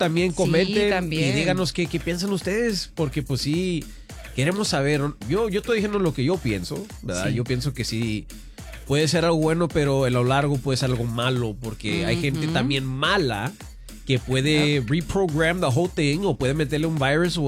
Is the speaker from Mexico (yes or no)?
yes; Mexico